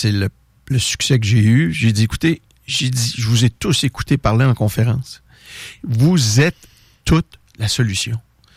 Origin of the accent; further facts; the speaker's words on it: Quebec, Canada; Je parle, I speak French-glish. Je suis québécois.